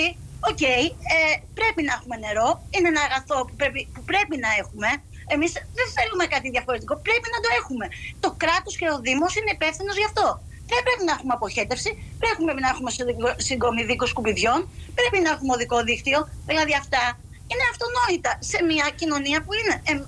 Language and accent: Greek; Zakynthos, Ionian Islands, Greece; επειδή είμαστε όλοι από τη Ζακύνθου, αναφερθήκαμε και στα προβλήματα του τόπου και της Ζακύνθου